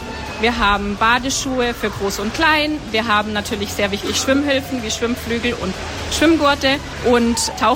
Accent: Munich, Bavaria, Germany; moved away as an adult; Ich komme aus München.

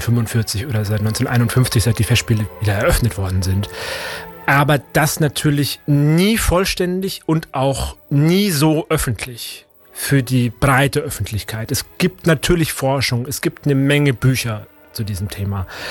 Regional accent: Bayreuth, Bavaria, Germany; moved away; ich bin ja hier aufgewachsen in der Stadt

